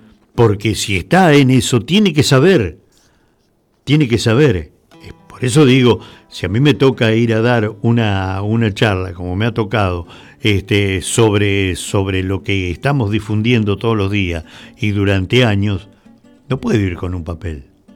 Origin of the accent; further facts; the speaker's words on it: Argentina; somos argentinos